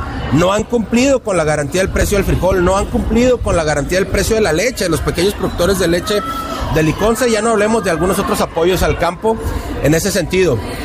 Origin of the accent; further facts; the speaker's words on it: Delicias, Chihuahua, Mexico; como chihuahuense, como deliciense, como padre de familia